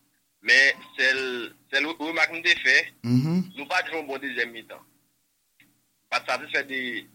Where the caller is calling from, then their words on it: Haiti; je pensais que Victor Salé même était vraiment important pour nous, et en tant qu'Haïtien, d'apprendre ça.